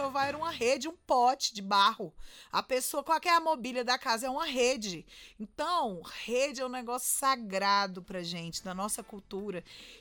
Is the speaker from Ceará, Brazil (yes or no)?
yes; Ceará, Brazil; born there; now in Brasília, Brazil; eu já moro aqui em Petrolina há muito tempo, eu já dormi muitas vezes de rede, é bom demais. Então, eu nasci no Ceará